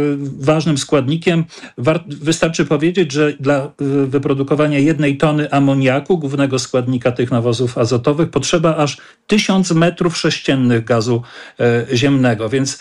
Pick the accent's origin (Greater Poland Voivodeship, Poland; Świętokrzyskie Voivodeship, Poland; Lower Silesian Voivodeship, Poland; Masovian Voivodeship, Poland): Świętokrzyskie Voivodeship, Poland; ja też wywodzę się z rodziny rolniczej z Ponidzia, ze Świętokrzyskiego